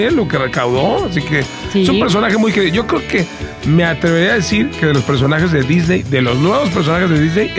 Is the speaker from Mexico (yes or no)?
yes; Mexico; como somos los paisas, los mexas, ya haríamos canciones de todo.